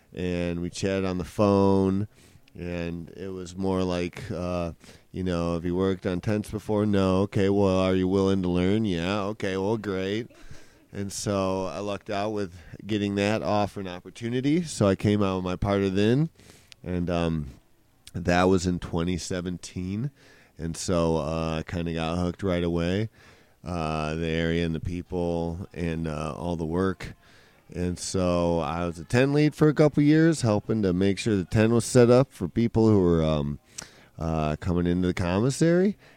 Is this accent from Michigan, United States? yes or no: yes; Michigan, United States; moved away; I first got here, I was living in Los Angeles. I'm really originally from Michigan, but I was living out there